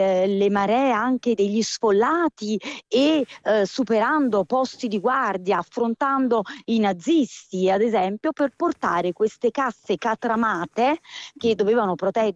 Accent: Naples, Campania, Italy; Io sono napoletana

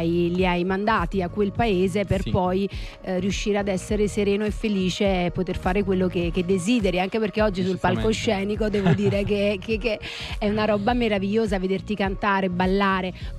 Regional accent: Campania, Italy; Io sono della provincia di Napoli e sono napoletana

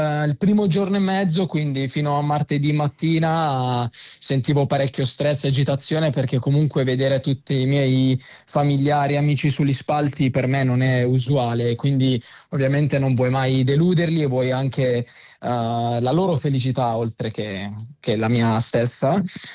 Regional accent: Santeramo in Colle, Apulia, Italy; moved away as an adult; now in Milan, Italy; io ho iniziato da molto giovane, quando avevo più o meno 7 anni, ovviamente per divertimento qua nel mio paese, Sant'Ermo in Colle.

